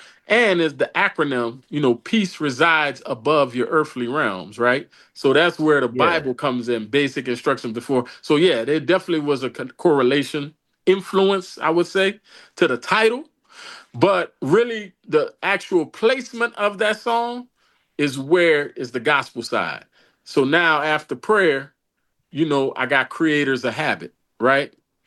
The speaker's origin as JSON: {"language": "English", "town": "New Orleans", "region": "Louisiana", "country": "United States", "tie": "born or raised there", "said": "growing up in New Orleans around the drug dealers, the this"}